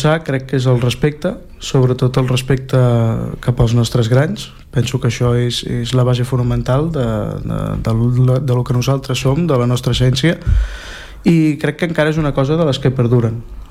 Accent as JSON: {"language": "Catalan", "region": "Catalonia", "country": "Spain", "tie": "born there", "said": "Nosaltres som catalans de pura cepa, sí. Parlem a casa des de sempre i sí, el parlem, aquí el parlem molt."}